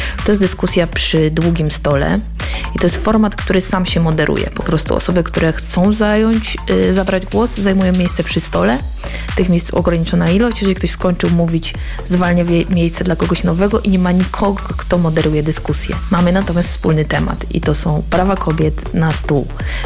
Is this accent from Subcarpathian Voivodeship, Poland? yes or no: no; Wrocław, Lower Silesian Voivodeship, Poland